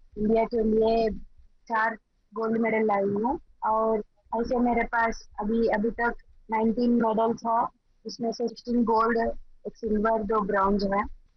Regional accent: Andhra Pradesh, India; मैं आंध्र प्रदेश से हूँ

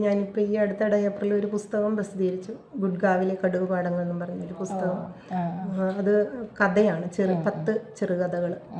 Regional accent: Kanjiramattom, Kerala, India; ഞാൻ ജനിച്ചതും വളർന്നതും എന്നെ കല്യാണം കഴിച്ചിരിക്കുന്നതും കാഞ്ഞിരമറ്റത്ത് തന്നെയാണ്. കാഞ്ഞിരമറ്റത്തിൽ അതിൻ്റെ കോട്ടയം ബോർഡറിലുള്ള അരിയങ്കാവിൽ നിന്നുള്ള സ്ഥലത്താണ് എൻ്റെ വീട്.

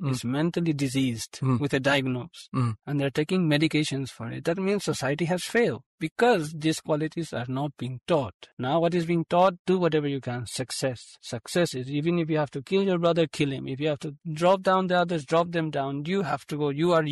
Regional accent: Spain; Just like I'm from Spain

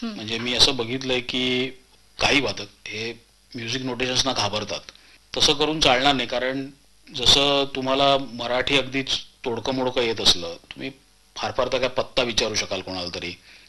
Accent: Maharashtra, India; म्हणजे मी मराठी भाषिक आहे

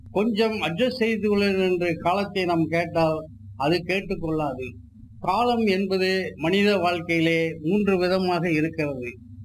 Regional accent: Erode, Tamil Nadu, India; born or raised there

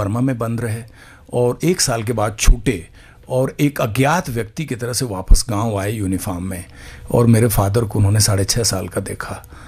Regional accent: Gorakhpur district, Uttar Pradesh, India; मैं एक बड़े मुश्किल इलाके में पैदा हुआ था, चोरी चूरा तहसील, गोरखपुर डिस्ट्रिक्ट।

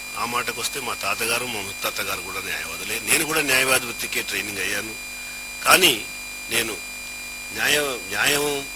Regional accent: Anantapur, Andhra Pradesh, India; born or raised there

